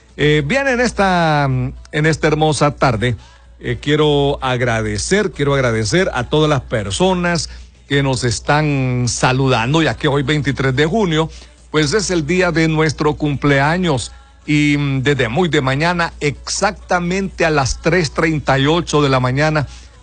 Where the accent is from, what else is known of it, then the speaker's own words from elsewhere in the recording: Tegucigalpa, Francisco Morazán, Honduras; born there; yo recuerdo el día que nací en el Hospital San Felipe de Tegucigalpa.